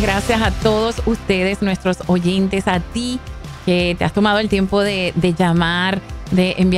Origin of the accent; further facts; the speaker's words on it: Venezuela; moved away; lo que está pasando en mi país, Venezuela.